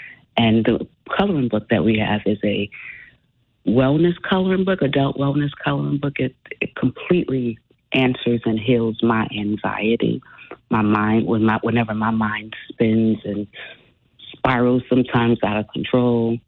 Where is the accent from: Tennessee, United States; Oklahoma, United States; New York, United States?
New York, United States; so many people we grew up with in New York ended up in Rikers, went through Rikers in some way, including my brother.